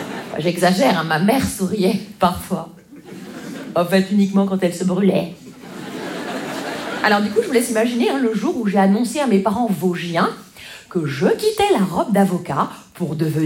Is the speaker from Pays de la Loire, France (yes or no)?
no; Grand Est, France; Vous savez, moi je viens des Vosges.